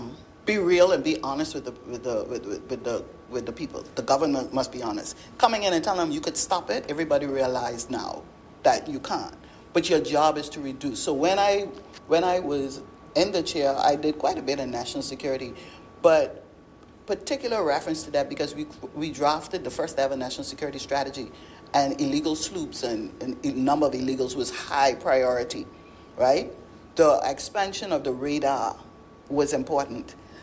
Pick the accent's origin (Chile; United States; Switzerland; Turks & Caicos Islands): Turks & Caicos Islands; I'm from South Caicos